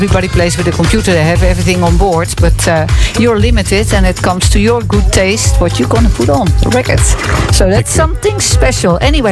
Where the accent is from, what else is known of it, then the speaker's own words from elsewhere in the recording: Netherlands; accent: Dutch; You got my Dutch accent on top of it and Panna's accent.